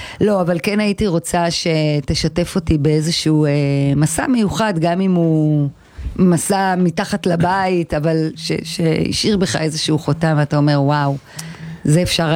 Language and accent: Hebrew; Hulata, Northern District, Israel; אני חולטאית, זה דרום יחסי.